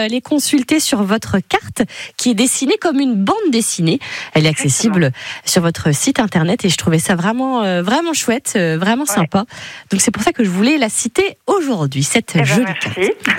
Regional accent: Bourgogne-Franche-Comté, France; ce carrefour commercial chez nous en Bourgogne.

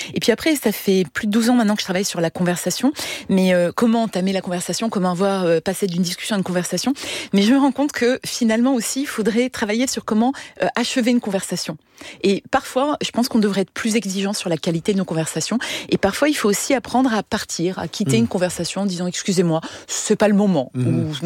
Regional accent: Metz, Grand Est, France; moved away; also born or lived in Lebanon / Italy; je suis franco-luxembourgeoise, j'ai grandi en Lorraine, à Metz.

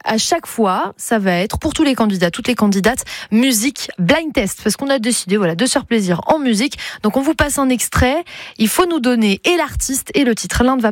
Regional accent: Nouvoitou, Brittany, France; J'en viens aussi

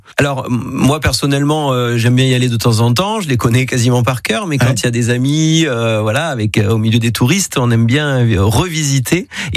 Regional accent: Vaison-la-Romaine, Provence-Alpes-Côte d'Azur, France; born there; Alors écoutez, moi je suis né à Vaison-la-Romaine, hein. Je suis né dans la maternité, il y avait une maternité avant à Vaison-la-Romaine.

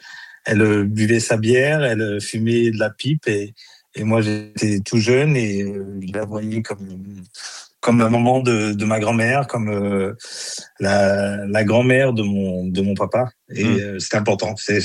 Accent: Île-de-France, France; Moi, je suis né ici, je suis un banlieusard, je suis né en Essonne et j'ai grandi

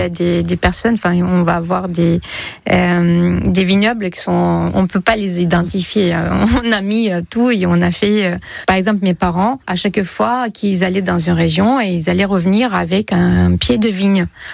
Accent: Moldova; je ne sais pas si c'est vraiment parce que je viens de la Moldavie, mais les vins moldaves s'accordent très bien avec ma cuisine.

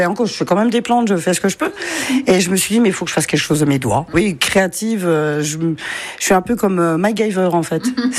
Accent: Faucompierre, Grand Est, France; Oui, j'ai grandi à Faucompierre. Puis bah maintenant, je suis ici un peu grâce au chef, quoi.

